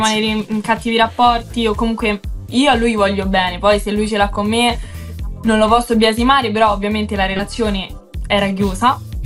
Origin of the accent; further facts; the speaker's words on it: Rome, Lazio, Italy; io sono di Roma